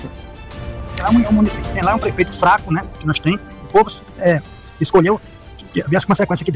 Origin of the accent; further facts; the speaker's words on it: Uiramutã, Roraima, Brazil; born there; O município, eu sou de lá, nasci lá no Mutum.